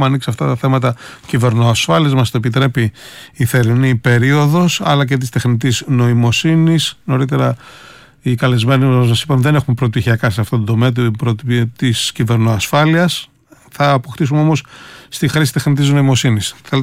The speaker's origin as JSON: {"language": "Greek", "country": "Greece", "said": "ώρες-ώρες ντρέπομαι που είμαι Έλληνας."}